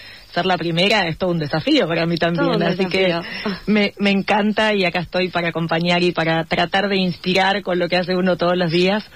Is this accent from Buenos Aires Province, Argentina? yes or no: no; Macachín, La Pampa, Argentina; moved away; al haber nacido en un pueblo muy chico